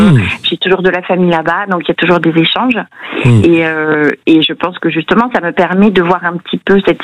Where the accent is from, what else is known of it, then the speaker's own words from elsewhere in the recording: France; born there; Alors moi, je suis née en France. Hein, oui. Je suis née en France. Mes parents sont d'origine algérienne.